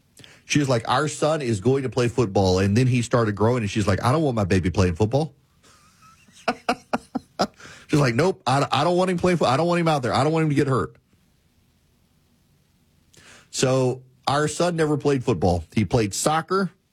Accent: Nebraska, United States; born or raised there

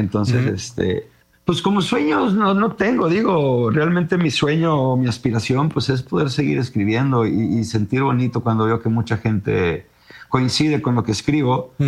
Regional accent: Mexico

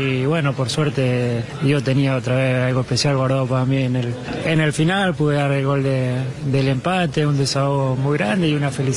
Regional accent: Argentina; demuestra cada día lo que somos como argentinos, el orgullo que nos

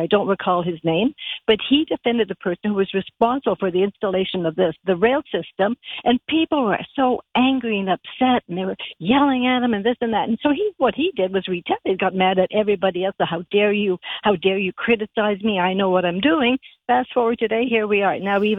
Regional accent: Ottawa, Ontario, Canada; now in Carleton Place, Canada; Yeah, you know, for I grew up in Ottawa. I'm going back even into the 60s, and I remember always CFRA was always on board.

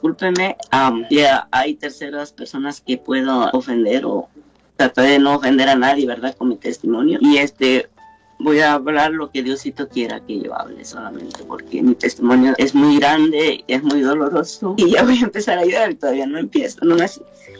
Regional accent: Acapulco, Guerrero, Mexico; Soy de Acapulco, Guerrero, de un pueblito que se llama Ejido Nuevo.

